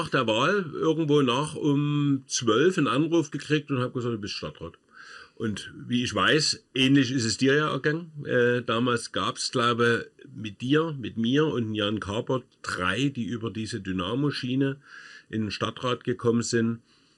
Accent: Dresden, Saxony, Germany; ich würde nur im Wahlkreis auftreten, wo ich groß geworden bin, also in dem Wahlkreis Prohlitz, weil ich sage, das ist mein Hut, wo ich zu Hause bin, wo mich die Leute kennen

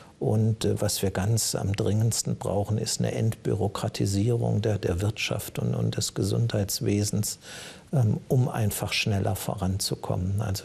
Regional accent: Germany; Wir sind als Deutsche nicht mehr so viel besser, wie wir teurer sind.

